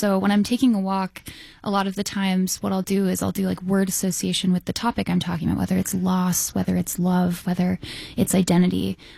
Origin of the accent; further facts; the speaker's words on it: Texas, United States; I get to meet people that I wish I knew growing up, and I get to meet people who really define what being Texan is to me, which is diversity, inclusion.